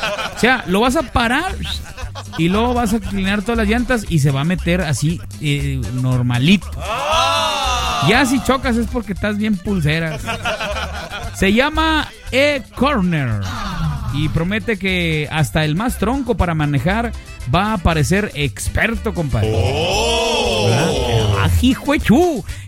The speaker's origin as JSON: {"language": "Spanish", "town": "Monterrey", "region": "Nuevo León", "country": "Mexico", "said": "Saben bien que yo soy de Monterrey"}